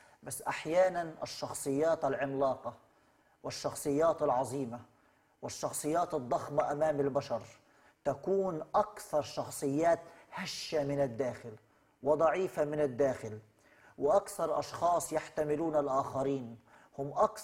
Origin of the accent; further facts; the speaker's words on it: Upper Egypt, Egypt; عندنا في الصعيد يقول لك اسأل مجرب ولا تسأل طبيب.